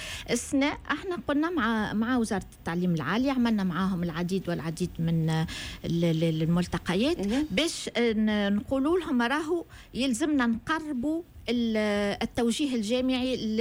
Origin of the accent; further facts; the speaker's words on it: Tunisia; احنا عندنا في تونس